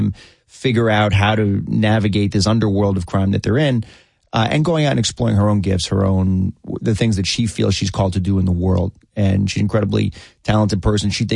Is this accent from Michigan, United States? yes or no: no; Rockland County, New York, United States; So I don't have any of that. But I grew up in Rockland County.